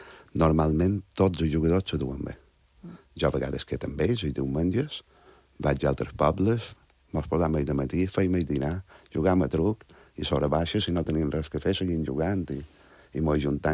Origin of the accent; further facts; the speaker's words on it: Montuïri, Balearic Islands, Spain; un joc tradicional que tenim en el meu poble, que és Montuïri, que és xatè